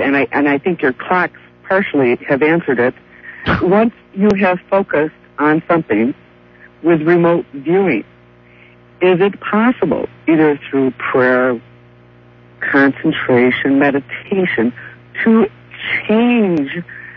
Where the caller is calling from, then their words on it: Cleveland, Ohio, United States; I'm in the Cleveland, Ohio area.